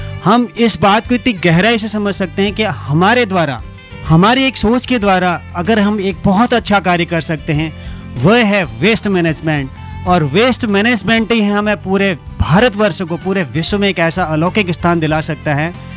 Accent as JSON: {"language": "Hindi", "town": "Nainital", "region": "Uttarakhand", "country": "India", "said": "मैं नैनीताल का रहने वाला हूँ"}